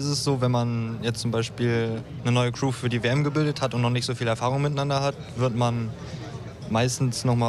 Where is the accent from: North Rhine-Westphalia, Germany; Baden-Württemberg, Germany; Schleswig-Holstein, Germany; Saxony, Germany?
North Rhine-Westphalia, Germany; Schwelm; Nein, ich komme aus Schwelm, das in der Nähe vom Wuppertal.